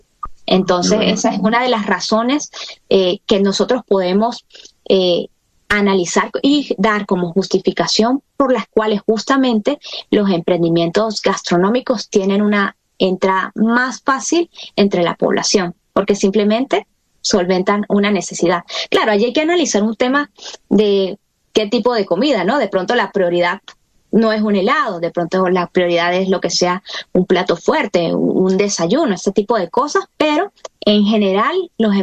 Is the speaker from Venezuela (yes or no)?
yes; Venezuela